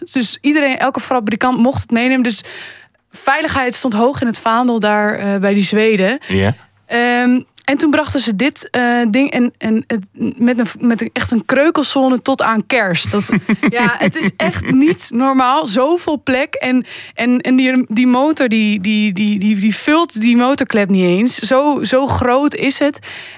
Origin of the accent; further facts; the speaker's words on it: Netherlands; Goed, ik ben natuurlijk opgegroeid in Bijlen, tussen de Volvo's.